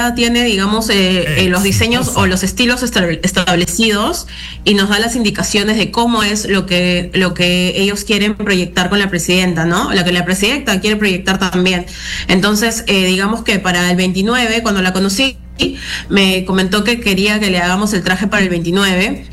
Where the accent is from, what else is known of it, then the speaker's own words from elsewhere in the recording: Peru; nosotros como peruanos